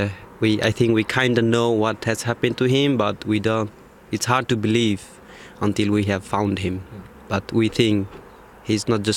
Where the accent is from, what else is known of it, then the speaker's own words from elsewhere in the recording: Dhading, Bagmati, Nepal; English is a second language; So I'm from the Dading, and so we had time to avoid the disaster.